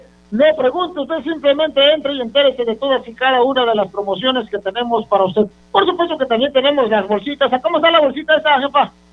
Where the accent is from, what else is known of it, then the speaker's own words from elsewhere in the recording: Mexico; somos bien mexicanos y pareciera ser que representan nuestra bandera